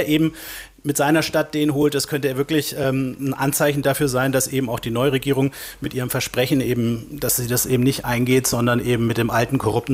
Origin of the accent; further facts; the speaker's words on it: Varna, Varna Province, Bulgaria; dann kommt einfach in meine Heimatstadt Varna, könnt ihr da schlafen